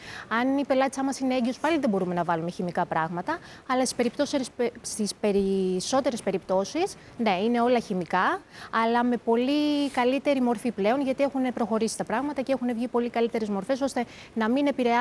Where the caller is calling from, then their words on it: Koutsopodi, Peloponnese, Greece; Και είμαι από χωριό η καταγωγή μου